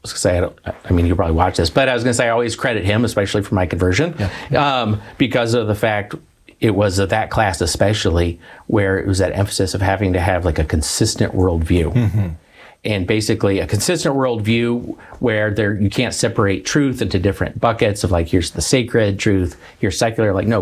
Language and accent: English; Tucson, Arizona, United States; also born or lived in Santa Barbara, United States; Yeah, I grew up in Tucson, Arizona.